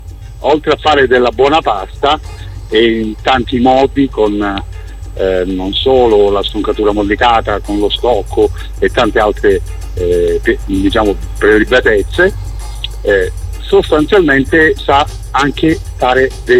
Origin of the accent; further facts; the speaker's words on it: Calabria, Italy